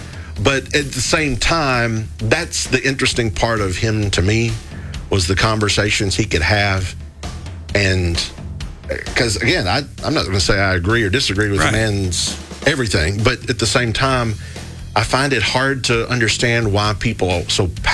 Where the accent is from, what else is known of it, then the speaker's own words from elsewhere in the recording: United States; as an American